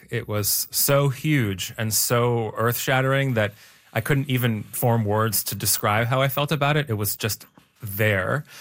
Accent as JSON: {"language": "English", "town": "Toronto", "region": "Ontario", "country": "Canada", "tie": "born or raised there", "also_born_or_lived": "Bridgeport, Connecticut, United States", "said": "I was born in Bridgeport, Connecticut, which was near New York City, where most of the you know, the half-siblings, the Diblings, the donor siblings originated. But one of them, amazingly, was born in Toronto, where I then grew up."}